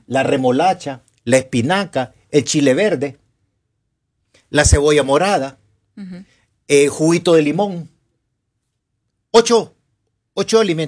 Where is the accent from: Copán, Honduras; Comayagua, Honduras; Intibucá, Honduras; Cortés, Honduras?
Comayagua, Honduras; La Trinidad; Que soy de allá de la Trinidad, Comayagua